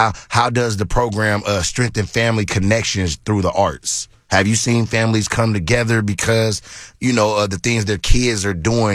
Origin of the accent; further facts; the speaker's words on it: Oakland, California, United States; I'm from Oakland, born and raised East Oakland. You know, I actually graduated from Oakland School for the Arts.